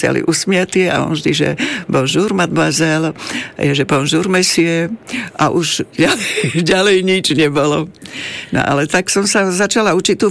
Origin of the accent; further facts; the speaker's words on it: Blatnica, Žilina Region, Slovakia; tak to mal tak spolužiak, čo chodil na priemyslovku do Martina, lebo my sme boli autobusári z Blatnici